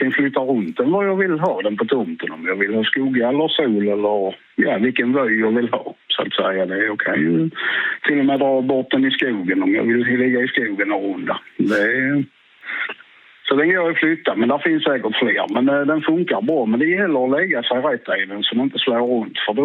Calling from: Skåne, Sweden; Mitt i centrala Skåne, lite norr om Hur. Så det är ganska precis mitten av Skåne.

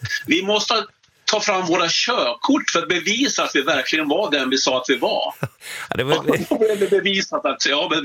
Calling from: Finland; Hemma i Finland

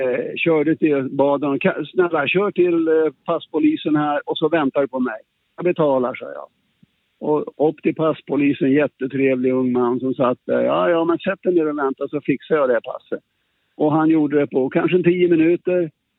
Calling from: Sweden; Hon jobbade utomlands och jag var hemma i Sverige.

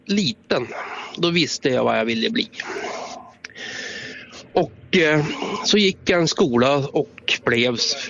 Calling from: Umeå, Västerbotten County, Sweden; Jag kommer ner från Umeå.

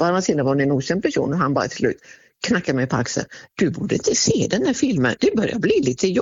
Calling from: Sweden; Jag är ju svensk absolut i mitt själ och hjärta

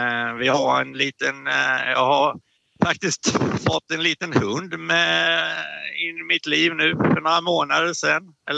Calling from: Orrefors, Kalmar County, Sweden; det finns ingen bättre natur än hemma i Orrefors.

